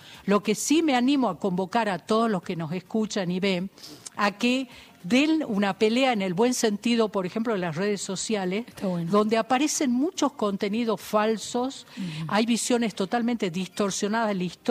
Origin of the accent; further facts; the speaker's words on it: Jujuy, Argentina; a los que somos jujeños